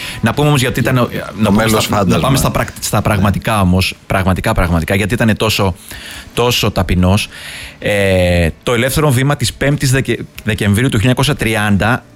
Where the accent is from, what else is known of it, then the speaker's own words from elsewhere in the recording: Peloponnese, Greece; Από την Αρκαδία είμαι βεβαίως.